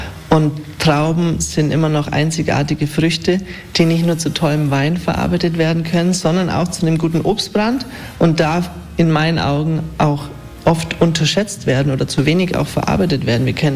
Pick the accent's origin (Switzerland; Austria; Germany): Germany; Augsburg, Bavaria; now in Staufen, Germany; Ich komme ursprünglich aus Augsburg und habe damals den Wunsch gehabt, mich mehr mit Weinbau zu beschäftigen.